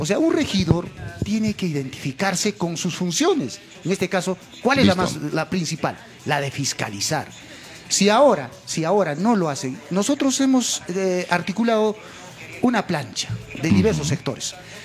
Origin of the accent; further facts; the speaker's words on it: Peru; como santiaguino, más que todo como santiaguino